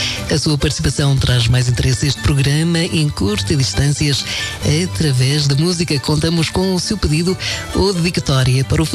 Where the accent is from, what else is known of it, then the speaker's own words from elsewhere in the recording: Azores, Portugal; now in United States; Envio também um grande abraço a toda a minha família e amizades nos Açores, em especial na minha terra, Ilha de São Jorge.